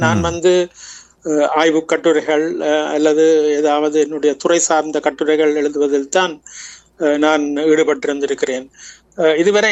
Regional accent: Jaffna, Northern Province, Sri Lanka; moved away as an adult; also born or lived in United Arab Emirates; நான் வண்ணார்பண்ணையில் பிறந்து வளர்ந்தவன். என்னுடைய கல்வி முழுவதையும், பாடசாலை கல்வி முழுவதையும் நான் அருகில் இருந்த வைத்தீஸ்வர வித்யாலயத்தில் தான் பெற்றுக்கொண்டேன்.

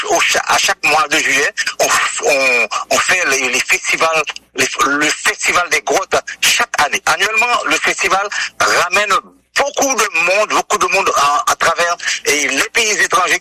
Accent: Dondon, Nord, Haiti; parce que à Dondon, il y a une inspiration qui est réellement grande, et c'est un pays fertile, là où j'ai grandi, là où j'ai appris à aimer, à apprécier et à respecter.

